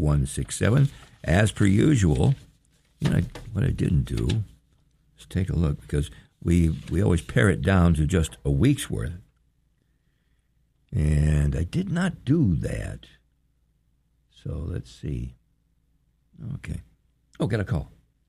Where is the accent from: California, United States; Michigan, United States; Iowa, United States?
Michigan, United States; Never sure, because I'm from Michigan. See, so I have no Scandinavian background in my blood at all.